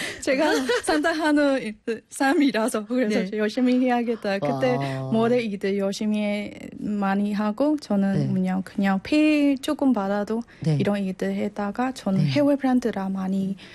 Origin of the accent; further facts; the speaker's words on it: Myanmar; Korean is a second language; moved away as an adult; 저의 고향이에요